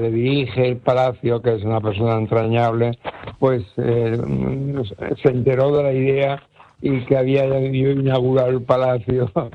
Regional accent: Cádiz, Andalusia, Spain; also born or lived in Nules, Spain; Y con 5 años, mi padre se trasladó a Cádiz y por eso yo ya me crié en Cádiz, donde ya estudié.

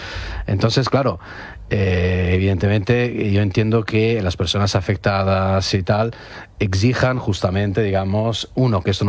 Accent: Italy; Spanish is a second language; now in Spain; siempre pienso también en mi país, en Italia.

